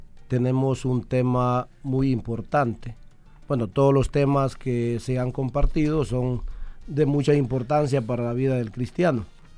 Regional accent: Honduras

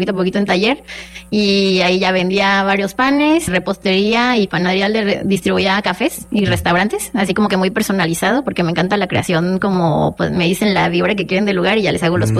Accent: Mexico City, Mexico; now in Monterrey, Mexico; Pues mira, vengo de la Ciudad de México.

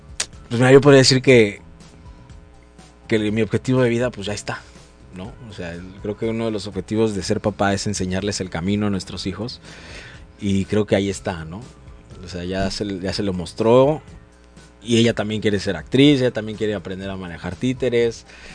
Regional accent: Acapulco, Guerrero, Mexico; yo soy de Acapulco, ¿no?

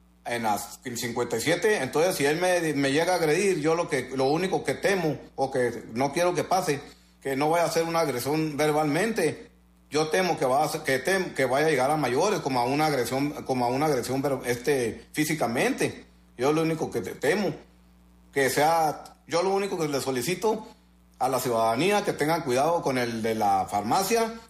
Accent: Delicias, Chihuahua, Mexico; Yo soy un ciudadano de Delicias, Chihuahua, originario y nacido aquí.

